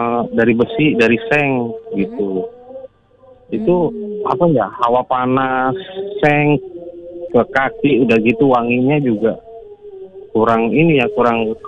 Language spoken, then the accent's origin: Indonesian; Jakarta, Indonesia; Biarpun kita anak Betawi